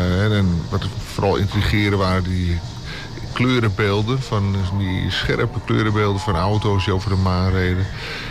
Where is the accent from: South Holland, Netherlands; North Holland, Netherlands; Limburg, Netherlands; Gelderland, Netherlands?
North Holland, Netherlands; Amsterdam; now in Ouderkerk aan de Amstel, Netherlands; In Amsterdam, geboren en getogen in 1958. En ik eigenlijk woon mijn hele leven lang al in Amsterdam, eigenlijk nog steeds. Ik woon nu in Oudekerk, maar ja, dat is eigenlijk een stukje Amsterdam nog in mijn ogen.